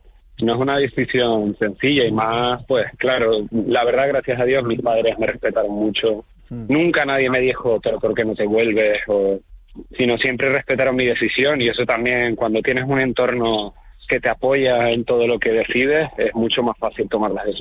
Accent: Canary Islands, Spain; moved away as an adult; aunque haya salido de mi isla la llevo siempre conmigo.

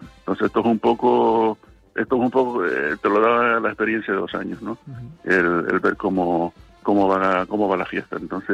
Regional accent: Agaete, Canary Islands, Spain; born or raised there

